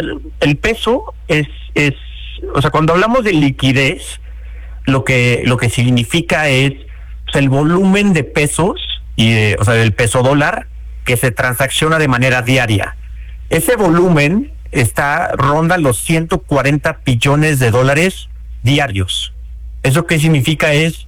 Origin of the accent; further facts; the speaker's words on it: Mexico; nosotros como mexicanos